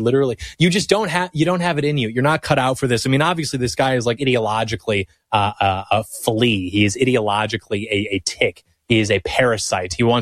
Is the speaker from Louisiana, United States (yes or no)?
no; Michigan, United States; I just want nothing like that in my home state. My home state, which, by the way, I can go take a drive down to Hart Plaza in Detroit.